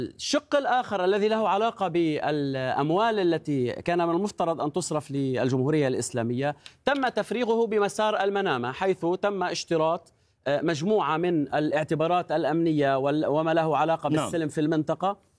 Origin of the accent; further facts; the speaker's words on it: Lebanon; وأنا كلبناني